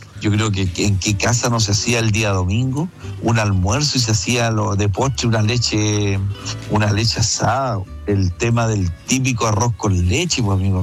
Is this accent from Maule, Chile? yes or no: yes; Villa Alegre, Maule, Chile; moved away; also born or lived in Santiago; me vine de la zona de Villa Alegre a estudiar a Santiago